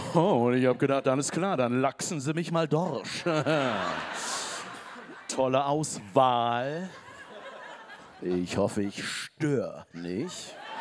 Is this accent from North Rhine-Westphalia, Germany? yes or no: yes; Cologne, North Rhine-Westphalia, Germany; accent: Kölsch; Wow, das ist Köln. Das mag ich. Dach Köln. Ich mag auch unseren Dialekt.